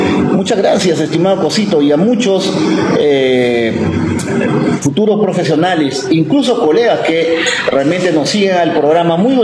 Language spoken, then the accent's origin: Spanish; Peru